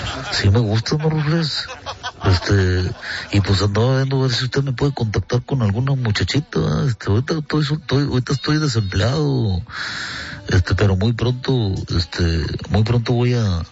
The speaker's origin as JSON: {"language": "Spanish", "country": "Mexico", "said": "Que soy muy mexicano yo."}